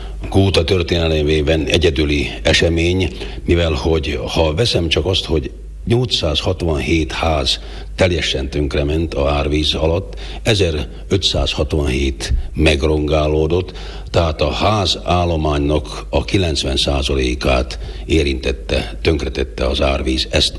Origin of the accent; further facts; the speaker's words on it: Trnava Region, Slovakia; now in Gabčíkovo, Slovakia; mivel én Nagyszigetről származok